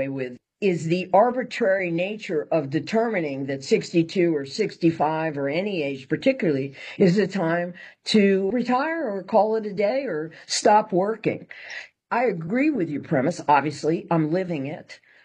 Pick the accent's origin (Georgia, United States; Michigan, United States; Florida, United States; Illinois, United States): Florida, United States; also born or lived in California; I lived in California 30 years because there's no humidity like where I grew up in Florida.